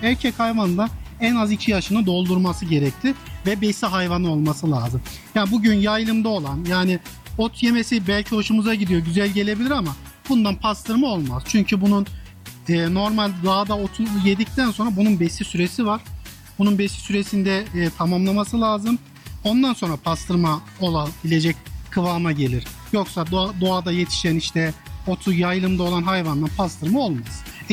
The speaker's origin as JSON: {"language": "Turkish", "region": "Sivas", "country": "Turkey"}